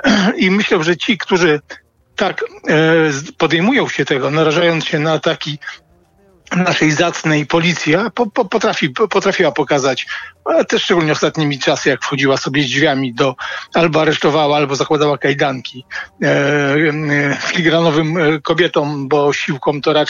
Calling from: Gdańsk, Pomeranian Voivodeship, Poland; jakkolwiek jeszcze jestem gdańszczaninem i niekiedy tam przyjeżdżam

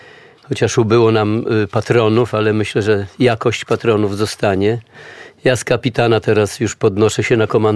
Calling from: Warsaw, Masovian Voivodeship, Poland; sami widzimy jako warszawiacy

